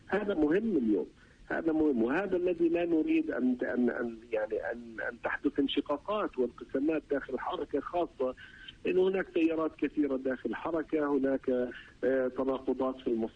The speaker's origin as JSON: {"language": "Arabic", "country": "Palestine", "said": "كلنا كفلسطينيين"}